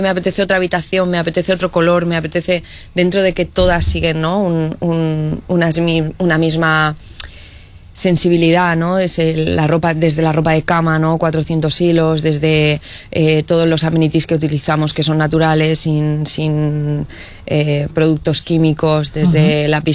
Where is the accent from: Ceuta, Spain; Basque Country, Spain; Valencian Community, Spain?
Valencian Community, Spain; Elche; Yo soy una enamorada de Elche, lo abandero siempre donde voy, y siempre lo digo, nosotros no tenemos nada que inventar, Elche tiene todo.